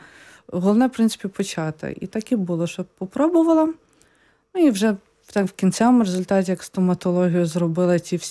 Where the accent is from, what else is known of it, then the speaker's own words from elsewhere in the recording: Lviv Oblast, Ukraine; moved away as an adult; я сама з Львівської області, та Західної України, і ми трохи наслухані польської